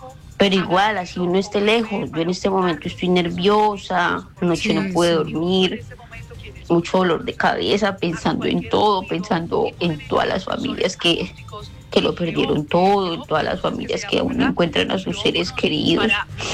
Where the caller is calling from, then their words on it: London, United Kingdom; Los escucho desde Londres.